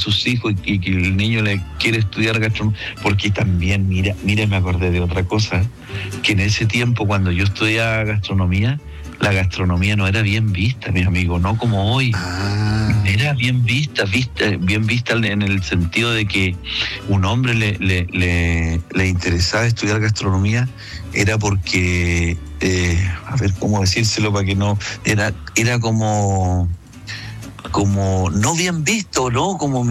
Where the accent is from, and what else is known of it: Villa Alegre, Maule, Chile; now in Santiago, Chile